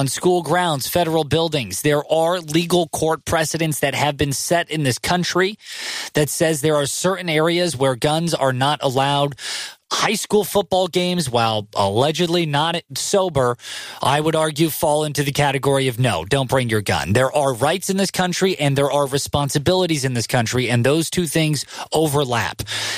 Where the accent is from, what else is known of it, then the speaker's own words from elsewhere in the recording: California, United States; moved away; I'm from California.